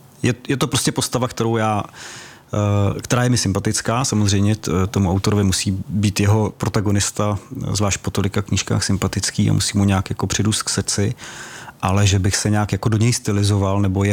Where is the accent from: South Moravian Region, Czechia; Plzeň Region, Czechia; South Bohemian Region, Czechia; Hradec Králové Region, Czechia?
South Bohemian Region, Czechia; Horní Stropnice; Já jsem rodilý Jihočech.